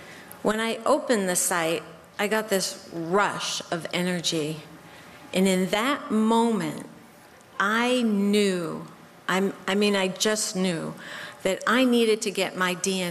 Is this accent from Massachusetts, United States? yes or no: yes; Melrose, Massachusetts, United States; And we grew up here in Melrose.